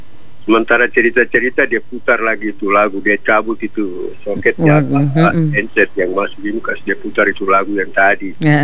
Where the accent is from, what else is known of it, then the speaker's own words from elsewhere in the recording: Jayapura, Papua, Indonesia; Saya bilang, saya dari Jayapura.